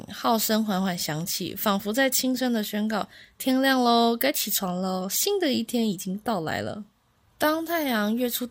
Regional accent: Taiwan; 再一路向西，慢慢照亮大陆的山川、平原，也会照到海峡对岸我的家乡。

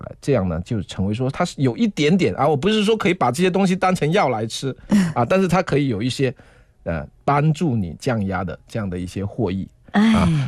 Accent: Guangdong, China; 像我们潮汕人也好，广东人也好，我们做饭很讲究

